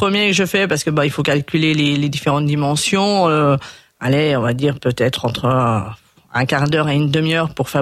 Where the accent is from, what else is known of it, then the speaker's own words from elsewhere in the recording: Grand Est, France; Je suis originaire de Chamois-l'Orgueilleux